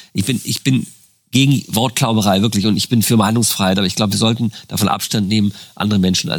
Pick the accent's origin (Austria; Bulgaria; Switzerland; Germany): Germany; Berlin; Als Berliner sind wir uns auch vertraut